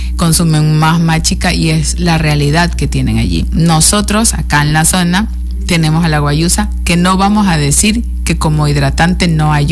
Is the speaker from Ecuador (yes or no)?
yes; Esmeraldas, Ecuador; moved away; Yo soy de Esmeraldas. En mi tierra se da mucha agua de coco a una posparto.